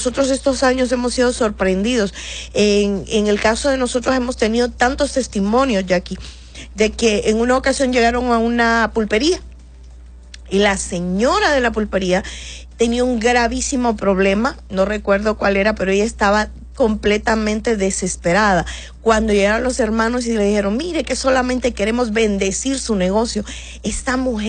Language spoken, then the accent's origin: Spanish; Honduras